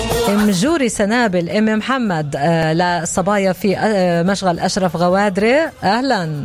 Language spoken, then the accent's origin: Arabic; Palestine; أكتر أزواج مخلصين عندنا في فلسطين